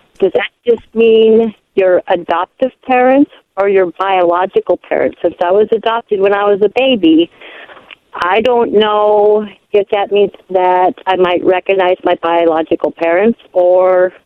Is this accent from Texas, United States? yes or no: no; Oklahoma City, Oklahoma, United States; I'm from Oklahoma City, and I'm 11.